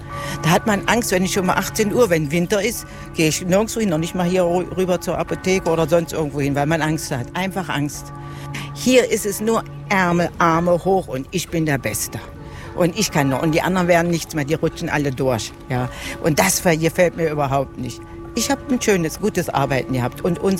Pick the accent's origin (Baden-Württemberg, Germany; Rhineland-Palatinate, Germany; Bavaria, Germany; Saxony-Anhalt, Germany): Saxony-Anhalt, Germany; Halberstadt; Also ich bin hier in Halberstadt geboren. Also das Lebensgefühl war zu DDR-Zeiten besser als heute.